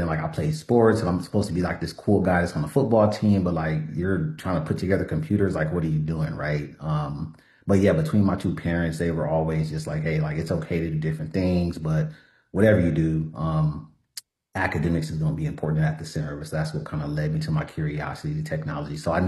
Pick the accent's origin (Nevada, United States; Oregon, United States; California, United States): California, United States; Los Angeles; I grew up in South Central LA, first college generation of graduates.